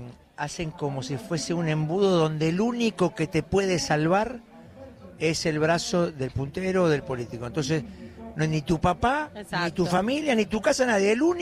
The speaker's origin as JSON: {"language": "Spanish", "town": "El Palomar", "region": "Buenos Aires Province", "country": "Argentina", "tie": "born or raised there", "moved": "yes", "said": "Yo soy de Palomar de toda mi vida"}